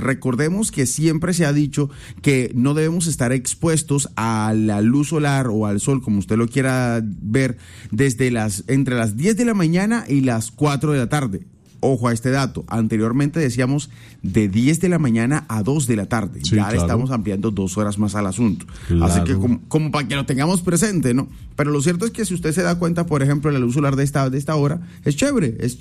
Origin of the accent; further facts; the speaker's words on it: Valledupar, Cesar, Colombia; O sea, yo por defender sinceramente mi tierra, y también se ven atardeceres muy hermosos en Valledupar